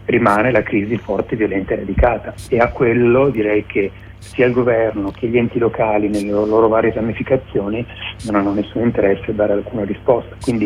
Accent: Venice, Veneto, Italy; moved away; sono di origine locale, sono veneziano di origine, seguo quello che succede nella mia ex città natale

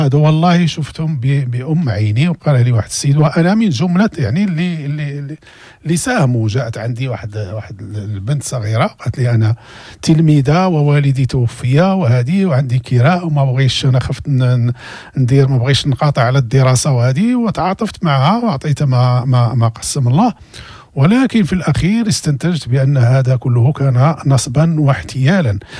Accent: Morocco; أتكلم عن بلدي المغرب، حتى الدول العربية الأخرى

